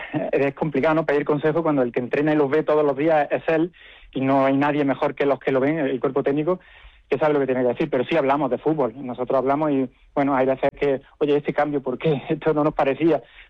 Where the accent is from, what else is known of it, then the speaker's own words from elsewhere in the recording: Loja, Andalusia, Spain; El sentir de Loja, en mucha parte, ha sido más cercana a Málaga que a Granada, en mucha parte de la población, y yo me incluyo.